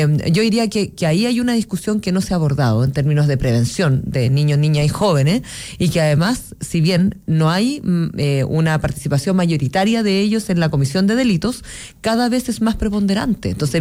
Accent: Santiago, Santiago Metropolitan Region, Chile; yo soy de toda la vida de Quinta Normal. Yo nací en Quinta Normal, vivo en Quinta Normal.

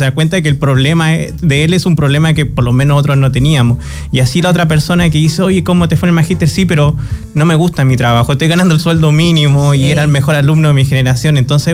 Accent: Chile

